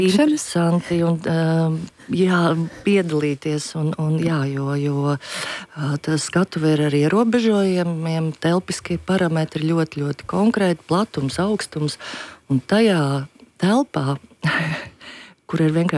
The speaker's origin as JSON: {"language": "Latvian", "region": "Jēkabpils Municipality", "country": "Latvia", "tie": "born or raised there", "said": "Es pati nāku no Vilku kroga, un man apkārt ir Antūži un Lēmeņi un Zasa un ļoti, ļoti īpašas vietas"}